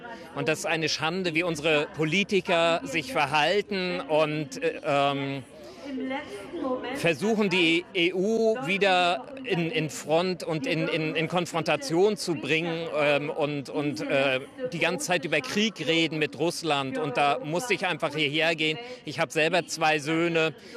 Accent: Germany; born there; Ich bin selber in der DDR geboren.

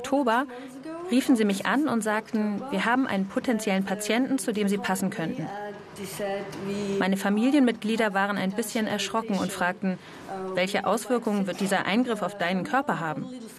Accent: Luxembourg; Ich komme ursprünglich aus Luxemburg.

